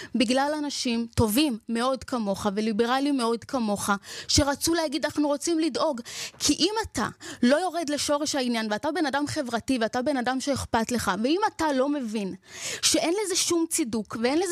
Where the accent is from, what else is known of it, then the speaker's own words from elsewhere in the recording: Bnei Brak, Tel Aviv District, Israel; אבל אני הגעתי מבני ברק.